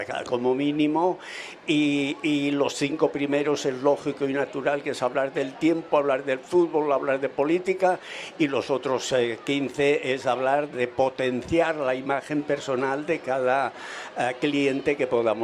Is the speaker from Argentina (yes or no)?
no; Aller, Asturias, Spain; born there; now in Oviedo, Spain; Yo soy del concejo de Ayer, nací en San Miguel de Nembra, soy el último de 7 hermanos, de una familia humilde y trabajadora